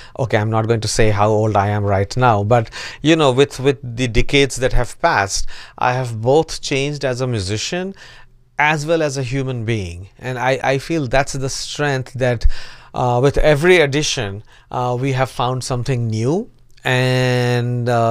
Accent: India

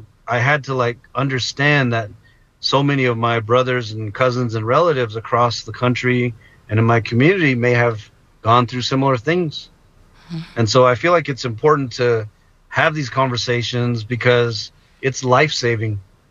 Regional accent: United States; now in White Mountain Apache Reservation, Arizona, United States; I think as Native American people in the United States, we have a strange relationship with organized religion. Here on the White Mountain Apache tribe

